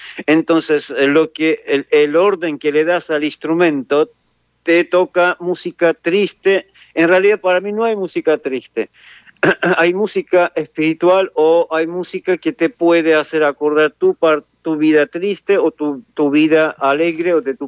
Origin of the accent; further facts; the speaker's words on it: Armenia; now in Córdoba, Argentina